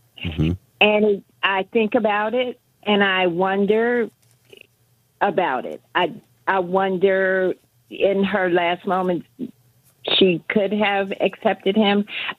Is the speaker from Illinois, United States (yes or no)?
yes; Chicago, Illinois, United States; I'm from Chicago, Illinois, and we forged a friendship.